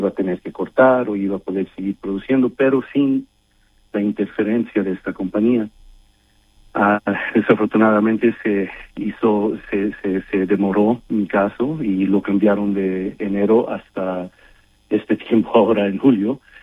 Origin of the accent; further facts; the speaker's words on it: Mexico; now in United States; Bueno, puedo decir que soy como cualquier otra persona, mexicano aquí en los Estados Unidos, y yo me considero muy orgullosamente americano porque me encanta este país